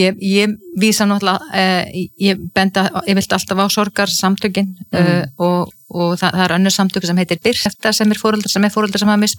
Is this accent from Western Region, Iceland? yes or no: no; Ísafjörður, Westfjords, Iceland; ég óttaðist sjóin sem kannski líka tengist því að ég alveg upp á Ísafirði þar sem voru tíð sjósli svo menn drukknuðu